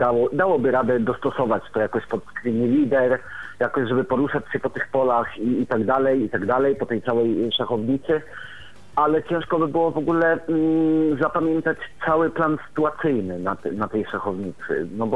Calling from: Warmian-Masurian Voivodeship, Poland; jestem z Warmii i Mazur, to z tego co wiem, to chyba w Olsztynie.

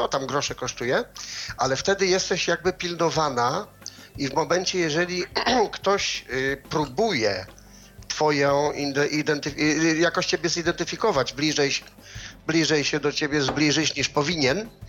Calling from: Sweden; to się chwalę tym, że w Szwecji mieszkam.

